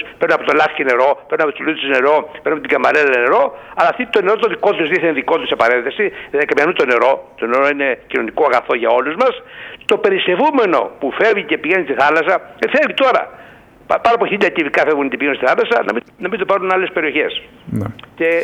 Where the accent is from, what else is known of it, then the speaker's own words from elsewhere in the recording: Lafki, Ionian Islands, Greece; το χωριό μου το λάφκι